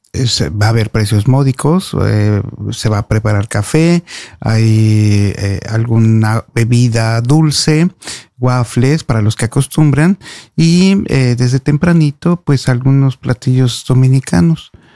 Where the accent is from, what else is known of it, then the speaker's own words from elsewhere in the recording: Mexico; Ojalá y los mexicanos podamos dar ese testimonio, ¿verdad?